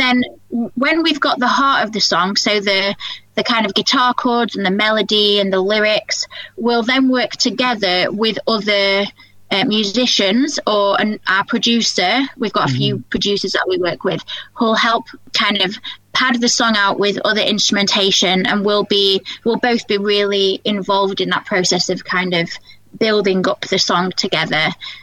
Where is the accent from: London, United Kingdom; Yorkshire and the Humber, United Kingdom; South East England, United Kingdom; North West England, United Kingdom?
Yorkshire and the Humber, United Kingdom; Rotherham; moved away; I grew up in Rotherham, so that's basically my home city.